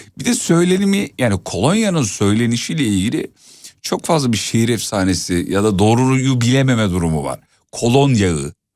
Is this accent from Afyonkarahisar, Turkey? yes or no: no; Ankara, Turkey; Erhan niye böyle yapıyorsun? Ankaralıyım ben. Anlamıyor musun?